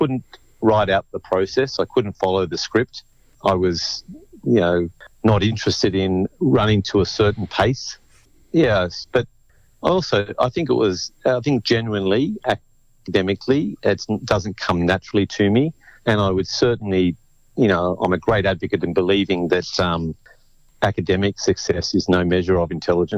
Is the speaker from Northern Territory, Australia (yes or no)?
no; Glenbrook, New South Wales, Australia; also born or lived in Lane Cove, Sydney; We moved to Glenbrook, just actually at the mouth to the entrance to the Blue Mountains National Park.